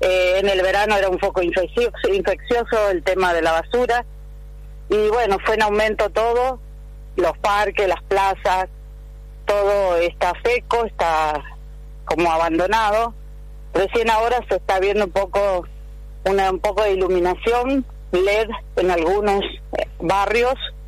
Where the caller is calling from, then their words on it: Allen, Río Negro, Argentina; Yo soy una vecina de Allen, vivo en las 40 viviendas detrás del hospital